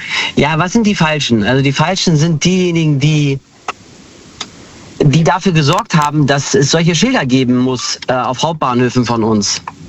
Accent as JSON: {"language": "German", "town": "Hanover", "region": "Lower Saxony", "country": "Germany", "said": "Ich bin aus Hannover."}